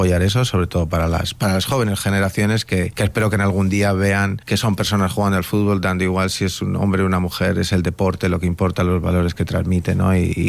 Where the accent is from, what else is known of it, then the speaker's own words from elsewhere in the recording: Spain; Así que la verdad que yo siempre soy muy español, pero ya estoy un poco también globalizado, pero siempre sí, siempre muy orgulloso de mi país, de mis raíces, de donde soy